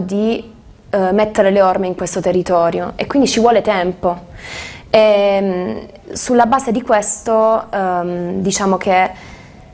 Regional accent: Crispiano, Apulia, Italy

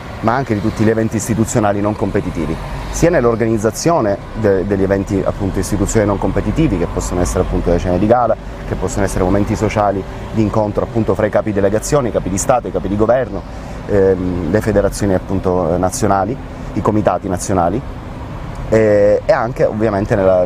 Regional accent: Palermo, Sicily, Italy; now in Taranto, Italy; io da quando sono qui mi sento a casa, da palermitano.

